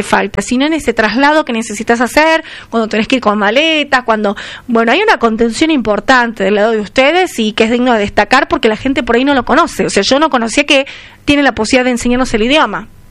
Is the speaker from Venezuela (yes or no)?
no; Argentina; nosotros sabemos que somos argentinos y que amamos nuestro país